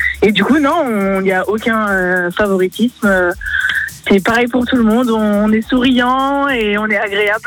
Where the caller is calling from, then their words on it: Fay, Pays de la Loire, France; Je suis de la Sarthe